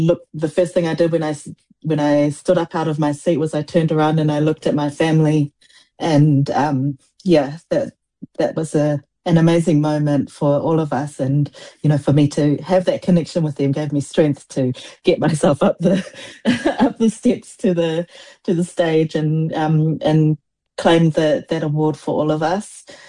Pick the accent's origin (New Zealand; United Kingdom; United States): New Zealand; first language Samoan; English is a second language; I moved to Aotearoa as a 4-year-old, not knowing a word of English. And Samoan is my first language. And so I have lived this life between two languages.